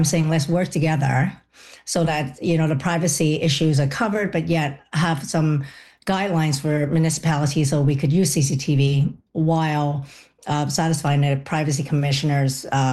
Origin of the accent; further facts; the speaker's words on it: Hong Kong; moved away; I'm from Hong Kong